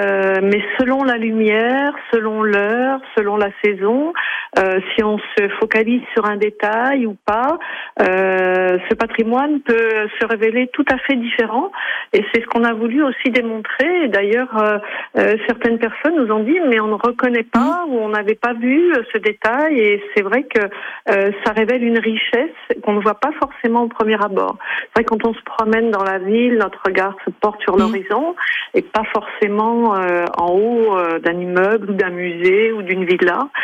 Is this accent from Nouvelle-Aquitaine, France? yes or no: yes; Royan, Nouvelle-Aquitaine, France; chez nous, à Royan